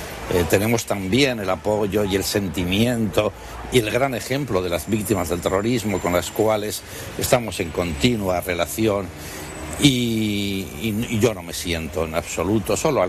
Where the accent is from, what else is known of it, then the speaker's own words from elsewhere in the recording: Bilbao, Basque Country, Spain; moved away as an adult; also born or lived in Madrid; opté por ir al País Vasco, de donde soy, nací en Bilbao, como he dicho, en el año 75, 76